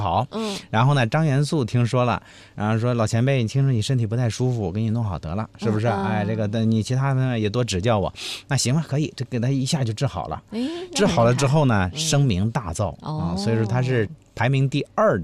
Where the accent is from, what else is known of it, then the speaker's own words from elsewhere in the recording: Hebei, China; 是我们河北人应该是